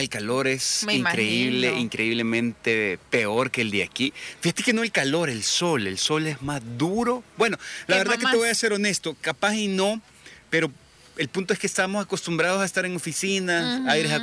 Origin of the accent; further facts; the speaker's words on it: El Salvador; Toda la gente que vive allá y le contás que sos salvadoreño, cambia, te trata diferente